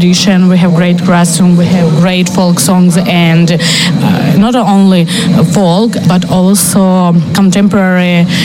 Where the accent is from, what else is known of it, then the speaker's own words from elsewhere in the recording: Ukraine; English is a second language; now in Canada; I'm from Ukraine